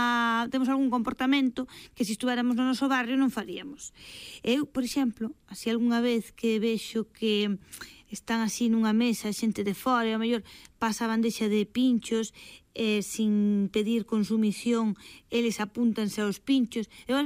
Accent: Cedeira, Galicia, Spain; Sí, son de Cedeira, sí.

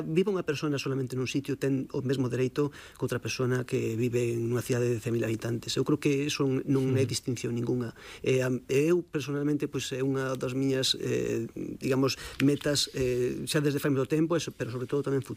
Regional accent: Galicia, Spain; é o que nos fai a como galegos enriquecernos tal cual somos, a nosa cultura, non?

